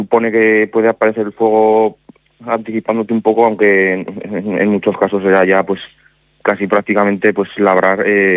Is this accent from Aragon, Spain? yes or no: yes; Aragon, Spain; en Salaba, que es mi pueblo, pues también todos que tenemos algún piso o alguna casa